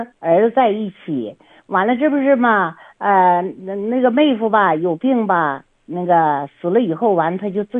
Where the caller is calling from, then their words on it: Harbin, Heilongjiang, China; 我就是哈尔滨的。